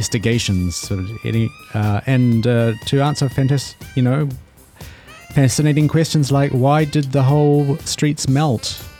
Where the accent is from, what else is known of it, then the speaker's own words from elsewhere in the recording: New Zealand; moved away; Ich komme aus Aotearoa, Neuseeland